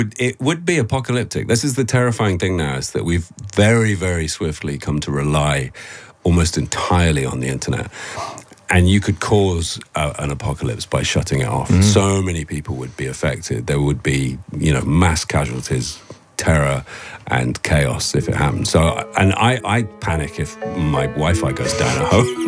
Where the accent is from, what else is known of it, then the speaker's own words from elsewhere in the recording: United Kingdom; as a Brit